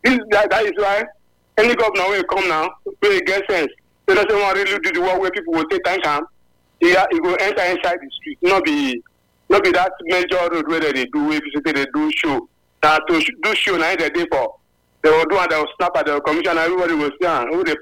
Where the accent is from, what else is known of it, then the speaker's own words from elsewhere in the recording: Oron, Akwa Ibom, Nigeria; I come from Oron.